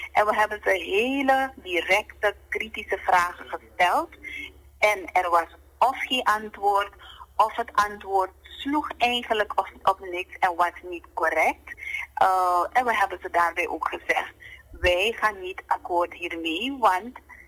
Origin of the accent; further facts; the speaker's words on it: Suriname; wij als Surinamers